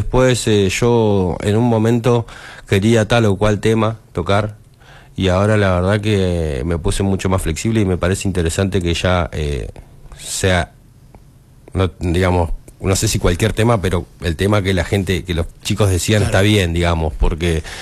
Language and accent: Spanish; Neuquén, Argentina; born there; Yo vengo de afuera, pero soy de la provincia, ¿no? Soy nacido en Neuquén. Pero estamos acá nomás.